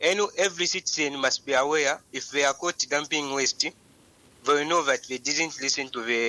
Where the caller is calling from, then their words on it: Lusaka, Lusaka Province, Zambia; I'm calling from Garden